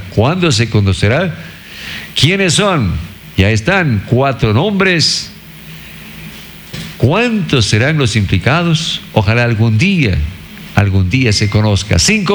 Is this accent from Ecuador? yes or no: yes; Ecuador; muchos que habitan en nuestro país